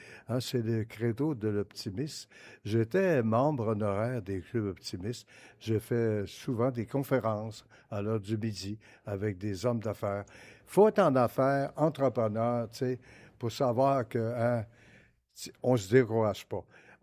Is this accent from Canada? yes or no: yes; Quebec, Canada; on est Canadiens, on est Québécois.